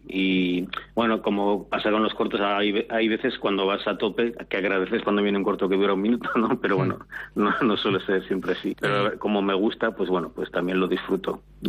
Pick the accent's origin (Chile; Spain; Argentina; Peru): Spain; Zaragoza, Aragon; yo como también en su momento pues vengo también de Zaragoza, pues hay gente que conozco tal y cual